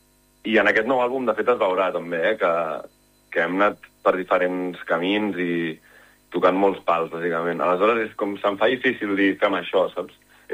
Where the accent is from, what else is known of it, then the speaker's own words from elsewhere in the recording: Sabadell, Catalonia, Spain; first language Catalan; som de Sabadell